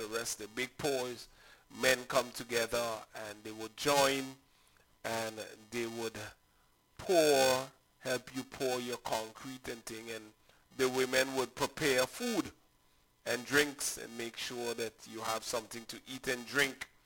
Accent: Sint Eustatius, Caribbean Netherlands; also born or lived in Curaçao; growing up on St. Eustatius as a boy.

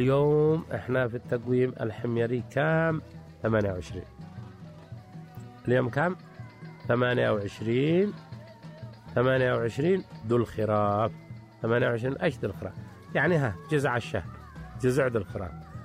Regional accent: Yemen

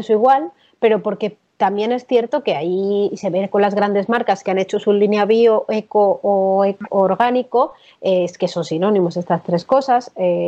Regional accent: Madrid, Community of Madrid, Spain; moved away as an adult; now in Berlin, Germany; Mira que nos gusta a los de Madrid hablar de nuestra ciudad, ¿eh? Somos muy, muy centralistas.

